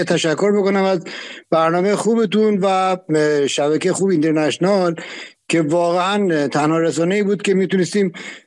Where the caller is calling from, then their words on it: Mazandaran, Iran; من از مازندرانم